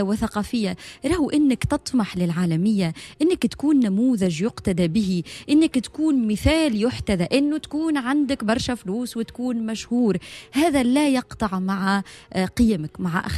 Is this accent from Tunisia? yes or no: yes; Tunisia; احنا توانسة